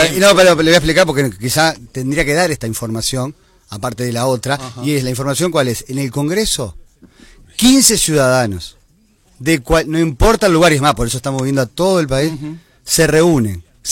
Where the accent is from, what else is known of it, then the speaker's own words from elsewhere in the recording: Montevideo, Uruguay; lo digo porque me cabe como montevideano